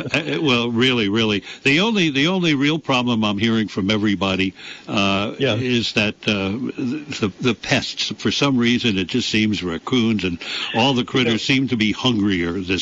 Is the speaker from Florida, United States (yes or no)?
no; New York City, New York, United States; When I was a kid growing up in the Bronx, I actually thought that like oranges and apples and things like that all came from Christini's or the A&P.